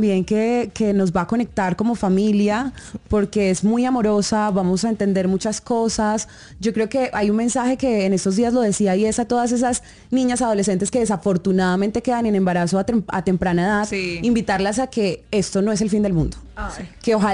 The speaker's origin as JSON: {"language": "Spanish", "town": "Bogotá", "region": "Bogotá Capital District", "country": "Colombia", "said": "Porque además yo soy Rola"}